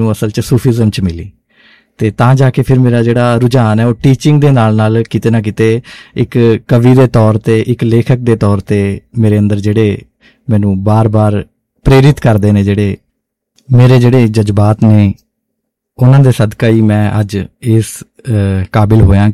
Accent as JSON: {"language": "Punjabi", "region": "Punjab", "country": "India", "tie": "born or raised there", "said": "ਅਸਲ 'ਚ ਮੈਂ ਜਦੋਂ ਆਪਣੇ ਪਿੰਡ 'ਚ ਰਹਿੰਦਾ ਸੀਗਾ, ਪੰਜਾਬ 'ਚ, ਬੇਸਿਕਲੀ ਮੇਰਾ ਜਨਮ ਜਿਹੜਾ ਪੰਜਾਬ ਦਾ ਹੈ, ਮੋਹਾਲੀ ਡਿਸਟ੍ਰਿਕਟ ਹੈ ਮੇਰਾ"}